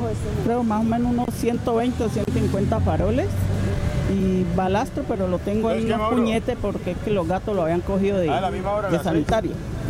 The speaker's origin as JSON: {"language": "Spanish", "town": "Padilla", "region": "Cauca", "country": "Colombia", "said": "Yo soy de Padilla, Cauca, pero vivo en Calimío de Cepas."}